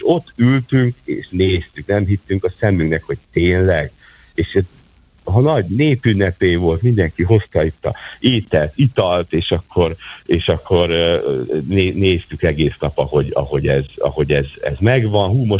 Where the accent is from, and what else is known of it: Esztergom, Komárom-Esztergom, Hungary; born or raised there